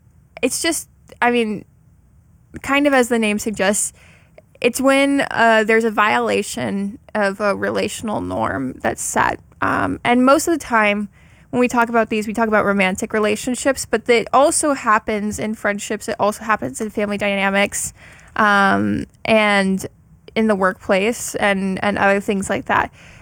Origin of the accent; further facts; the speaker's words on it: Texas, United States; now in Southern California, United States; I'm from Texas, and so like I thought that I had moved away from that stuff